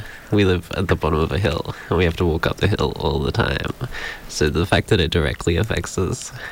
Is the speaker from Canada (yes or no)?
no; Sunshine Coast, Queensland, Australia; Like where I grew up on the Sunshine Coast